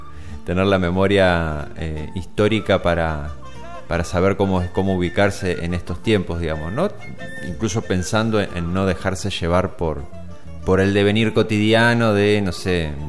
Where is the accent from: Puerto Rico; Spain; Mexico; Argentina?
Argentina